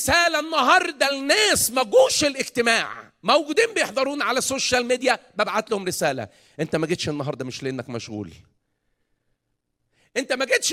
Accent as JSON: {"language": "Arabic", "country": "Egypt", "said": "عندنا في مصر"}